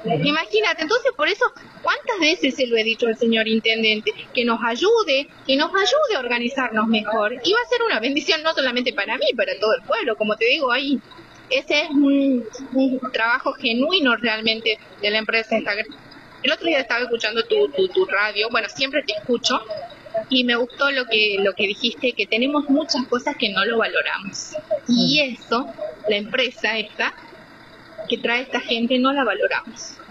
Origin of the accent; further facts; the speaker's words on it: Bolivia; now in Argentina; Yo me siento más argentina que boliviana. ¿Qué querés que te diga?